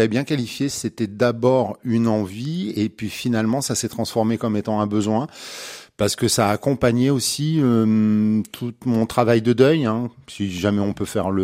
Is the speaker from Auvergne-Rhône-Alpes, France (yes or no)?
yes; Auvergne-Rhône-Alpes, France; nous sommes des taiseux, hein, on est des Auvergnats, de la campagne, de la montagne